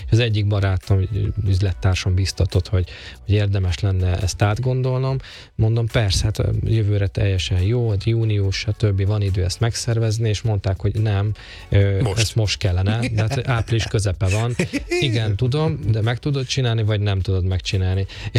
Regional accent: Salgótarján, Nógrád, Hungary; now in Tata, Hungary; Salgótarjáni vagyok, aki Egerben szervezett fesztivált, aztán Budapestre került, és Tatán kötöttem ki

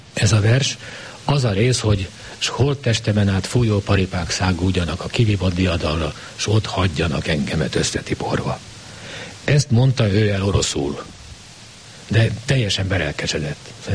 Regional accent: Hungary; Megtudta, hogy magyar vagyok

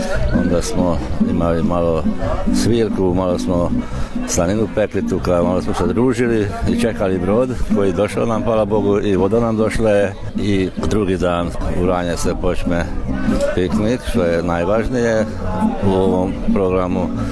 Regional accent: Somogy, Hungary; kod nas u Podravini gostoprimstvo, to je najvažnije.

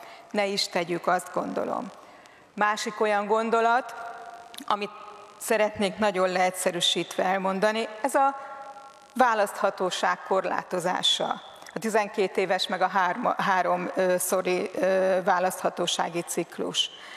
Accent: Sárvár, Vas, Hungary; Az én szülővárosom Sárvár, és sokáig kimutatható, hogy a családunk ott élt.

